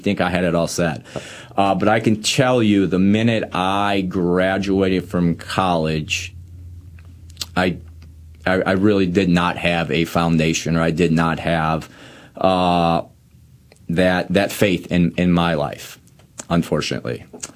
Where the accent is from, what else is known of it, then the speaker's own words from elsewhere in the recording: Ferguson, Missouri, United States; born there; Catholic. Cradle Catholic is what you would say. I actually started out in the, I'm from Ferguson. My parents are both Ferguson, Missouri. So we grew up at a parish that I still call it. It was called St. John and James.